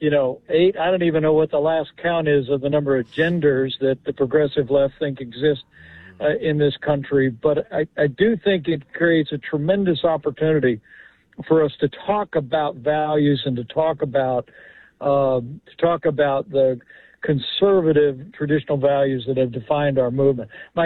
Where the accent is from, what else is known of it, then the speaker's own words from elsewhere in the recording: Indiana, United States; you've had about 30 Republican-led states, that, including my home state of Indiana, that have essentially banned abortion.